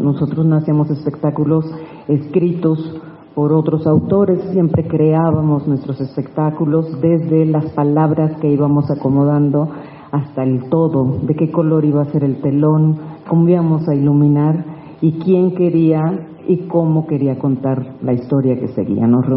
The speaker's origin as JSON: {"language": "Spanish", "town": "La Paz", "region": "Baja California Sur", "country": "Mexico"}